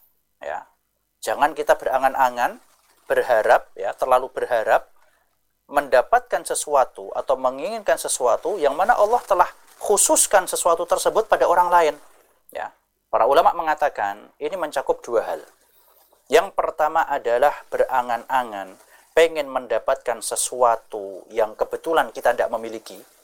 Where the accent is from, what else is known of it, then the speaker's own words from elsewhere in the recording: Indonesia; kenapa kok kita dilahirkan jadi orang Indonesia?